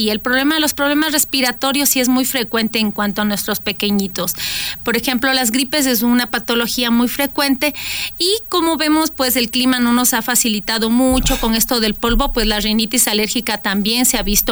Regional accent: Ecuador

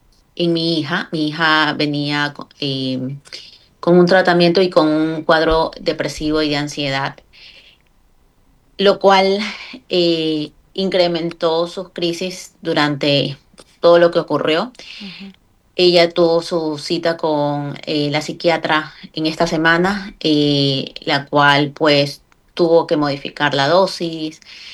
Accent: Ecuador; mi familia, como buenos ecuatorianos, somos bien acogedores

